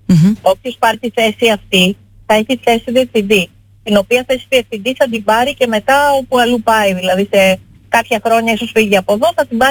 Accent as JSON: {"language": "Greek", "town": "Ithaca", "region": "Ionian Islands", "country": "Greece", "said": "επειδή είμαι από την Ιθάκη και με πονάει πάρα πολύ ιδιαίτερα, νιώθω πάρα πολύ περήφανη που είμαι από την Ιθάκη"}